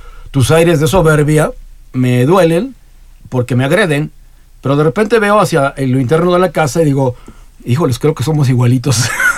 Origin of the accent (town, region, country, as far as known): Mexico